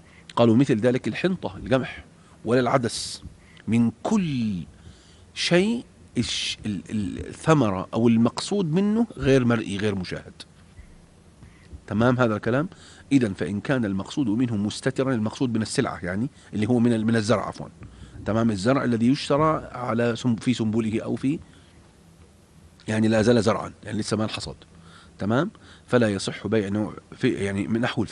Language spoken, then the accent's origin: Arabic; Jordan; عندنا في الأردن